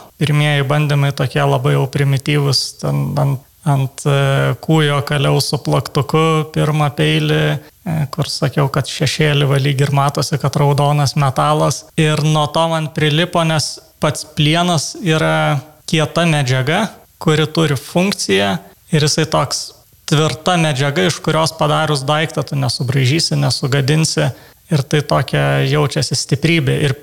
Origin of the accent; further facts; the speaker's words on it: Vilnius, Vilnius County, Lithuania; Taip, tai aš pats esu vilnietis, bet taip gavosi, kad išvažiavau studijuoti Kauną